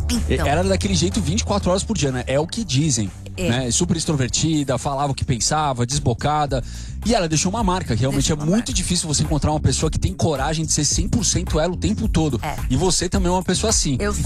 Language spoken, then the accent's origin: Portuguese; Brazil; Deu uma vergonhinha, mas tudo bem, a gente é brasileiro, a gente continua acreditando.